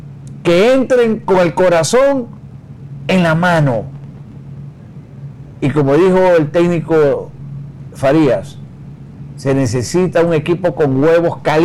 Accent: Ecuador; mire cómo somos los ecuatorianos, cómo nos ilusionamos

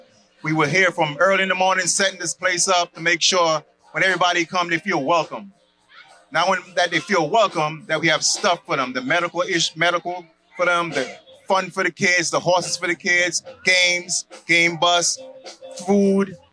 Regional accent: New York, United States; moved away; New York, the Bronx.

